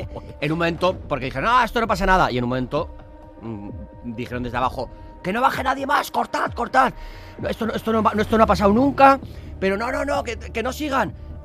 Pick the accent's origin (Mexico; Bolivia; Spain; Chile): Spain; San Sebastián, Basque Country; O sea, yo soy de Donosti, soy hombre de mar, o sea, yo he nadado toda mi vida.